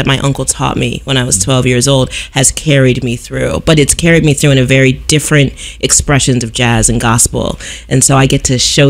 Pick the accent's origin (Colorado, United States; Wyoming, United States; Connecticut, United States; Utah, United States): Connecticut, United States; Stratford; I'm from Stratford, Connecticut.